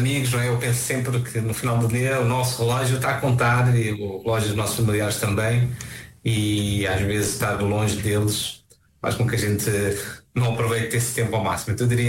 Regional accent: Odivelas, Lisbon, Portugal; now in São Paulo, Brazil; Eu tenho que dizer que sou de Lisboa, porque se eu disser Odivelas ninguém entende direito.

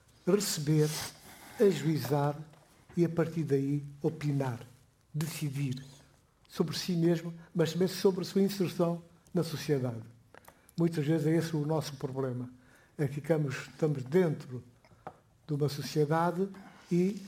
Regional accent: Guinea-Bissau; Eu sou da Guiné-Bissau. Um país que deu um concurso enorme para a chegada da democracia.

